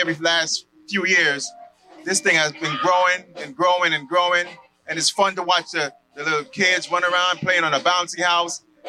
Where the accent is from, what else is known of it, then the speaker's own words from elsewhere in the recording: New York, United States; moved away; New York, the Bronx.